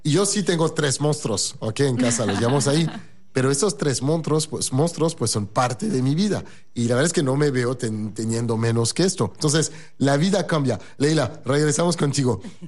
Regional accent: Paris, Île-de-France, France; Spanish is a second language; also born or lived in New York; now in Mexico; Déjame decirte un poco lo que me ha pasado a mí cuando llegué aquí a México. Yo vengo de París, obviamente, y viví en Estados Unidos, en Nueva York.

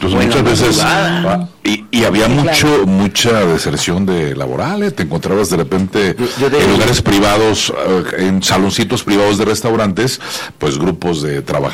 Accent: Mexico; la intención de todo mundo, pues obviamente como mexicanos, pues ver a la selección.

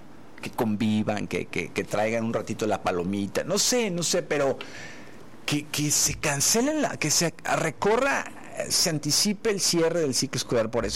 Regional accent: Mexico; soy un mexicano que quiere lo mejor para este país

